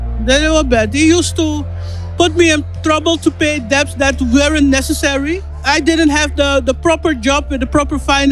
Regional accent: Netherlands; I'm from the Netherlands.

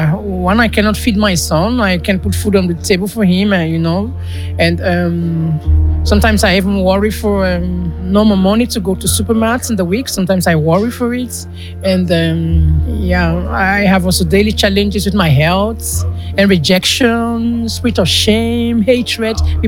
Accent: Nigeria; now in Netherlands; I'm coming from Nigeria, but I live here in the Netherlands.

